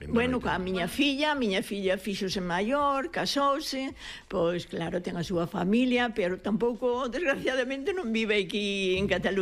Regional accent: Xinzo de Limia, Galicia, Spain; Eu son de Xinzo dunha aldea que se chama Toxal.

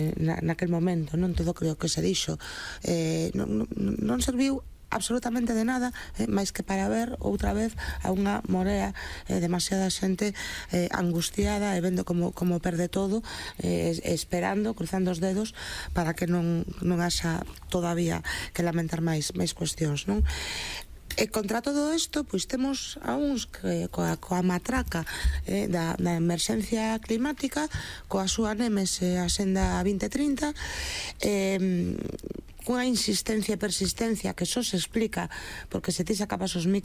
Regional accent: Galicia, Spain; primeiro como galega, ¿no? Os galegos lamentablemente sabemos moito desto e temos visto arder a nosa terra con moitísima frecuencia, ¿no?

